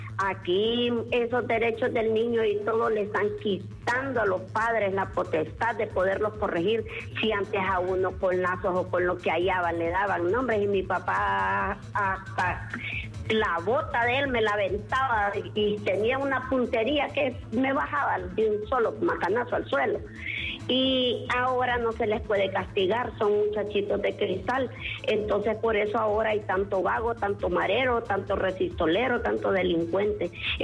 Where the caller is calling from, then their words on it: Francisco Morazán, Honduras; del Hato de en Medio.